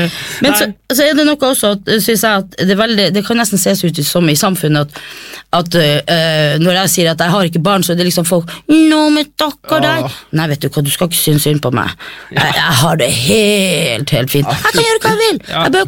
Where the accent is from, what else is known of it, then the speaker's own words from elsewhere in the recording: Øksfjord, Finnmark, Norway; moved away; Jeg fra Finnmark. Jeg fra noe der Øksfjord heter det.